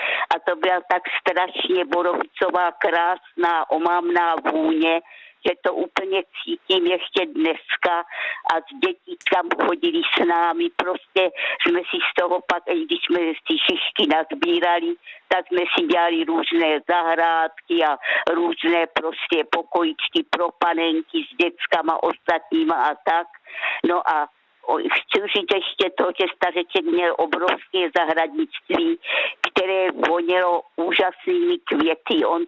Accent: Rohatec, South Moravian Region, Czechia; born there; Narodila jsem se v Rohací u Hodonína

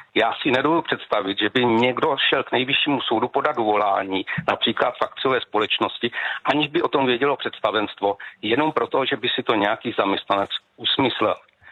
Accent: Brno, South Moravian Region, Czechia; já jsem z Brna

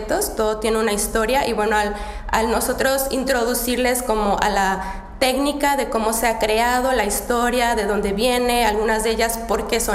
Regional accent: Mexico; now in Czech Republic; también en especial cuando saben que soy mexicana.

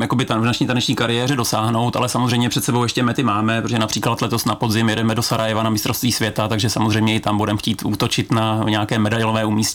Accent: Pardubice, Pardubice Region, Czechia; když jsme oba z Pardubic

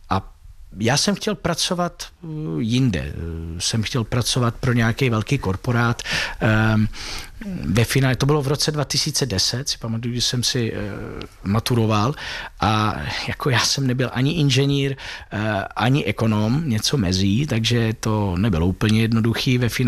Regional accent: Pisa, Tuscany, Italy; Czech is a second language; moved away as an adult; now in Czech Republic; No, tak já jsem strávil moje dětství v Toskánsku, v Itálii.

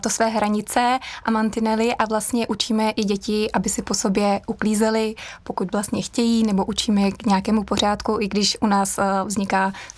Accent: Prague, Czechia; Jsem z Karlína

